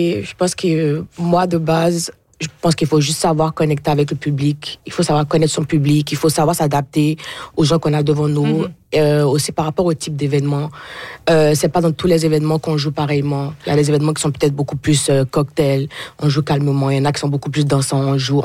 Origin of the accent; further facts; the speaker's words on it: Côte d’Ivoire; Ben, en gros, nous, on vient d'une famille de musiciens. Notre père était musicien, on vient de la Côte d'Ivoire.